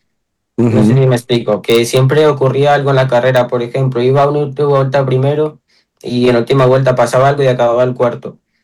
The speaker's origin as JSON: {"language": "Spanish", "country": "Colombia", "said": "mucha gente decía que me seleccionaron por ser colombiano y que nada más."}